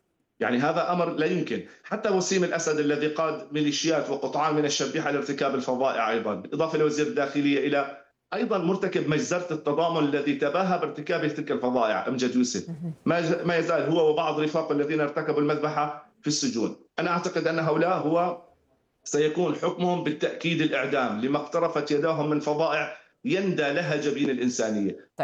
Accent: Syria; نتمنى كسوريين

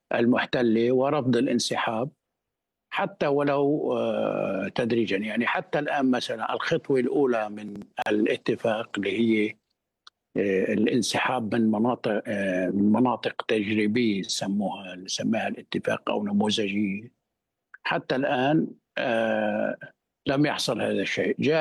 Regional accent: Lebanon; now in Beirut, Lebanon; على اللبنانيين أن ننتظره،

